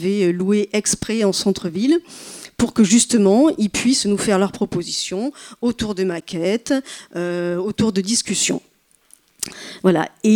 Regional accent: Libourne, Nouvelle-Aquitaine, France; Donc moi, je viens de Libourne. Libourne, je ne sais pas si ça vous évoque quelque chose. Donc Libourne en est en Gironde, on est au nord-est de Bordeaux, une trentaine de kilomètres.

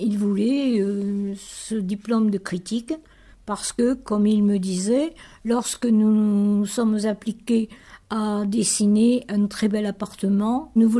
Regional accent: Foix, Occitanie, France; now in Montlaur, France; Alors moi, je suis née à Foix, au pied du château. J'ai passé toute mon enfance au pied de ce château et dans le château.

